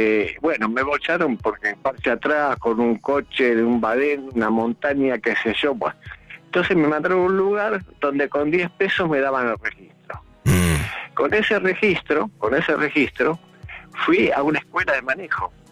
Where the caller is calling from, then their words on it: Buenos Aires, Argentina; De Almagro